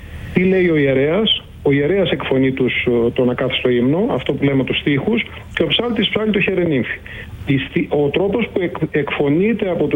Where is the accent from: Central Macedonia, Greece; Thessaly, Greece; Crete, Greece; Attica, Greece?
Crete, Greece; στη Τρίπολη, που είναι η πατρίδα μου, εντάξει, στην Κρήτη.